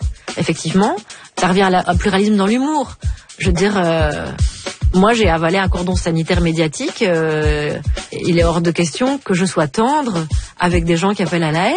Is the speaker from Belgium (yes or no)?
yes; Belgium; Je dis « on », vous voyez, parce que je suis belge